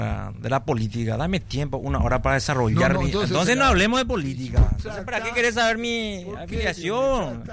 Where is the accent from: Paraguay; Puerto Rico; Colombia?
Paraguay; yo soy paraguayo.